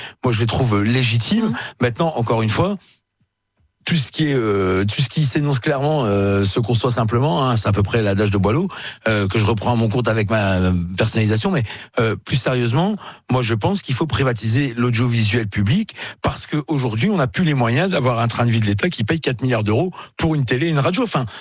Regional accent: Hauts-de-France, France; même si je suis du Nord

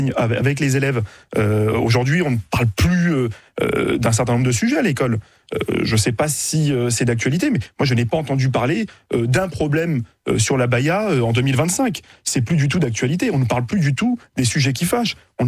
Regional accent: Roubaix, Hauts-de-France, France; moved away as an adult; now in Paris region, France; j'ai quitté Roubaix. J'ai laissé mes proches et ma famille, j'ai laissé toute mon histoire à Roubaix et j'ai dû me reconstruire en région parisienne

